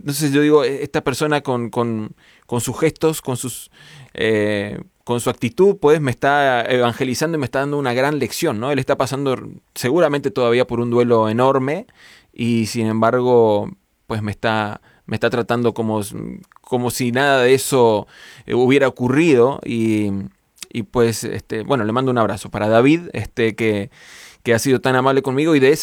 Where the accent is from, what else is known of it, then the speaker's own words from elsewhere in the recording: Argentina; confuso que traigo, que nunca nadie identifica que soy argentino.